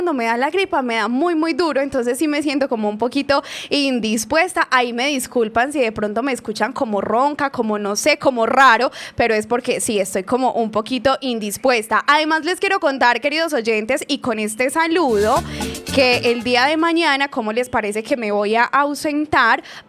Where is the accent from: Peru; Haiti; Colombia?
Colombia; Fredonia, Antioquia; moved away; Voy a estar allá en mi pueblo, voy a estar en Fredonia